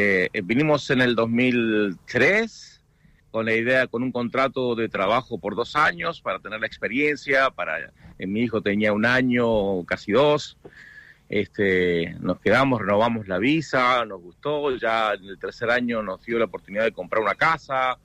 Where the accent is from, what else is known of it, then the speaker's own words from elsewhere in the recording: Comodoro Rivadavia, Chubut, Argentina; moved away as an adult; now in United States; yo nací en kilómetro 3, en General Mosconi, de Comodoro Rivadavia, y vivía en Radatili, y esto es como era el kilómetro 3 cuando yo era chico